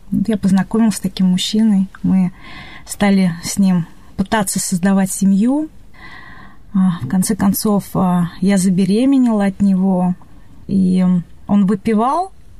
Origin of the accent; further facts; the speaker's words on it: Moscow, Russia; Мне 37 лет, я сама с города Москвы. Там родилась. Родилась я в Советском Союзе.